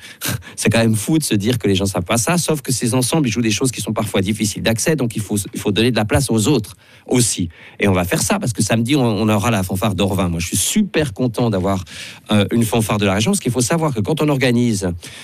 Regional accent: Switzerland; les instruments à vent sont un exemple remarquable du fonctionnement de la société civile chez nous en Suisse, vraiment.

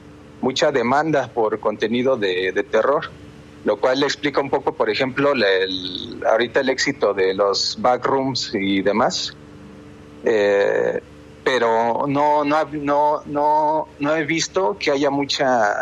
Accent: Mexico City, Mexico; yo de niño, de hecho, aquí en México, una de las iglesias o centros religiosos más famosos es la Basílica de Guadalupe. Y yo vivo cerca.

